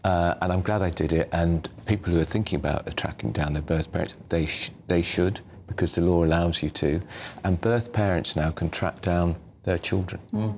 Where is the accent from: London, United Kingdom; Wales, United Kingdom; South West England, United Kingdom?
South West England, United Kingdom; Cheltenham; born there; moved away; also born or lived in Bristol; So she was, I was born in Bristol, put in a home in Cheltenham.